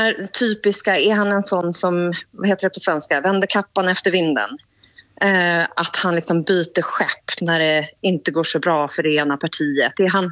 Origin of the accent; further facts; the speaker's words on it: Sweden; now in London, United Kingdom; jag får inte rösta till parlamentet som svensk medborgare.